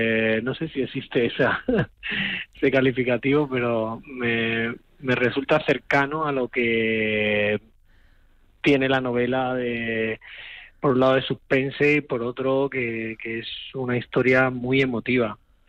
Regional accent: Seville, Andalusia, Spain; now in Madrid, Spain; Bueno, yo soy sevillano, pero vivo en Madrid.

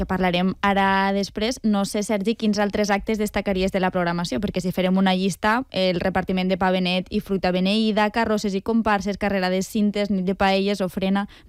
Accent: Verger, Valencian Community, Spain; especialment per als que som de Verger, i que tampoc és molt coneguda per a la gent que és de fora, no?

